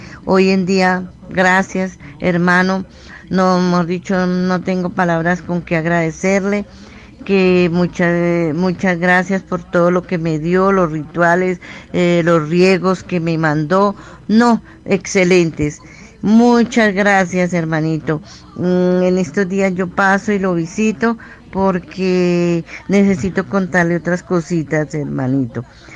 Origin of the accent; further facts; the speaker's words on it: Garagoa, Boyacá, Colombia; soy de Garagoa.